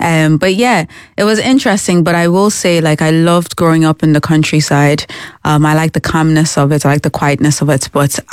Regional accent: Nigeria; But as a Nigerian, and also growing up in a Christian household, you just have to comply, agree.

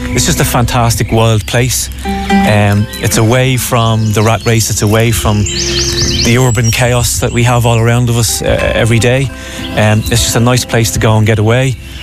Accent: Ireland

